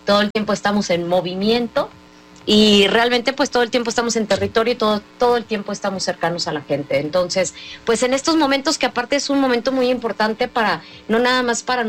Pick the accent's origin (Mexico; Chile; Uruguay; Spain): Mexico; como mexicanas y mexicanos, nosotros somos parte de ese ejército que tenemos que defender a nuestro país